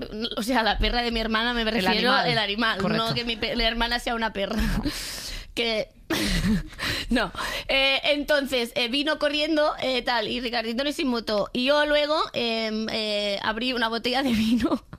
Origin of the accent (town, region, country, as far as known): Catalonia, Spain